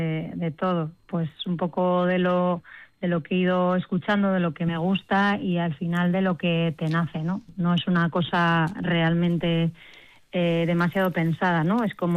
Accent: Portugalete, Basque Country, Spain; Porque yo soy aquí de Portugalete y vivimos todos muy pegaditos.

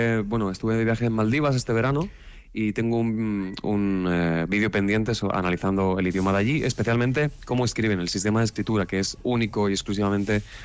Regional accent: Orce, Andalusia, Spain; Es que mis padres son de un pueblo de Granada, y al lado hay un pueblo que se llama Huéscar, mi pueblo es Orce

